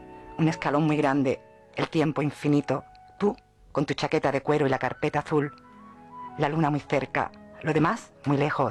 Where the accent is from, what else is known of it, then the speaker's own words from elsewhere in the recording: Cuevas del Becerro, Andalusia, Spain; Cuebeña, cuebeña me gusta.